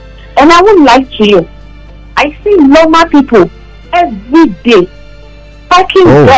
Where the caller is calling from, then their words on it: Lagos, Nigeria; I'm calling from Ajegunle.